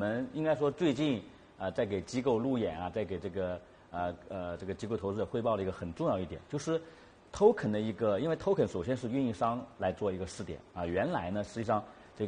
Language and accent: Chinese; China; 我们中国人很多